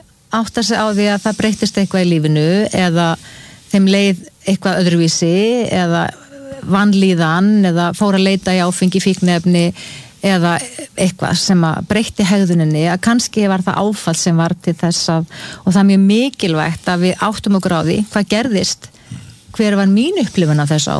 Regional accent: Ísafjörður, Westfjords, Iceland; Ég meni ég alveg upp á Ísafirði það sem að voru sjóslis, voru tíð og margir

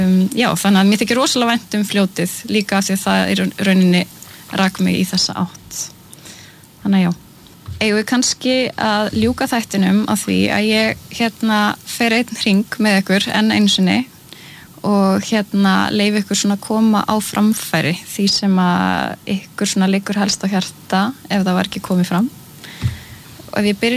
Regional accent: Laugar, Northeastern Region, Iceland; ólst upp á laugum í Reykjadal í svona frekar svona grónu og hlýju svæði og þetta fljóta alltaf þarna nálægt

